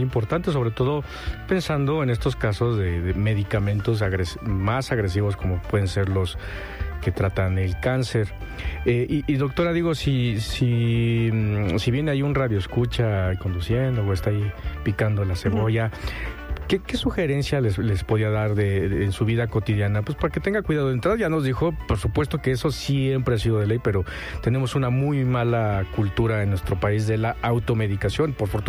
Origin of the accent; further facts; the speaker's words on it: Mexico; esa falta de cultura de salud que tenemos como mexicanos